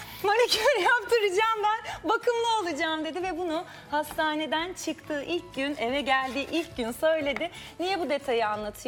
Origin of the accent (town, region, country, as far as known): Nazilli, Aydın, Turkey; born or raised there; moved away as an adult; now in Istanbul, Turkey